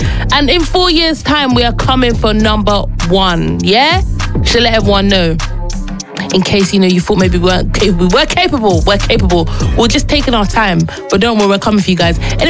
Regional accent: Nigeria; And like, I'm Nigerian and Dominican, and neither of my teams, I don't even know if Dominica has a football team

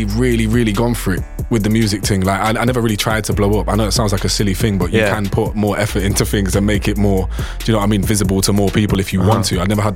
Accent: Leicester, East Midlands, United Kingdom; also born or lived in Bedfordshire / Hertfordshire; now in London, United Kingdom; I am from Leicester.

